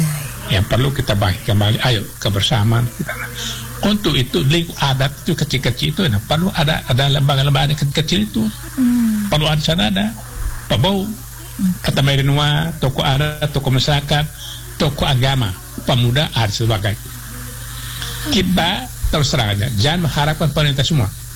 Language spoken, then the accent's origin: Indonesian; Ende, East Nusa Tenggara, Indonesia; adat kita orang Enelio